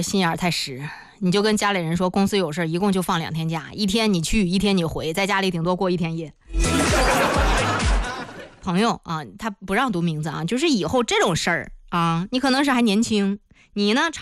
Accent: Zhengding, Hebei, China; 因为我老家是正定的嘛，我们家也是在古城附近住，

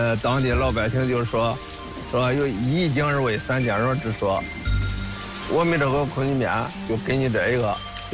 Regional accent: Linqing, Shandong, China; 我家乡这个地方就是当时运营河沿着古码头位置

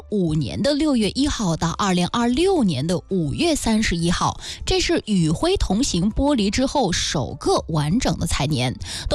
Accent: Beijing, China; 开启了原始社会模式的调侃，说我们北京人啊都是穿树叶

